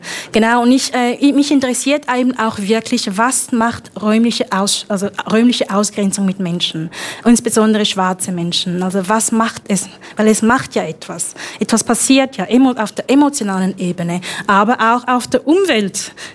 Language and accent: German; Zurich, Switzerland; now in Bayreuth, Germany; Also ich bin aus Zürich, im Zürcher Unterland aufgewachsen.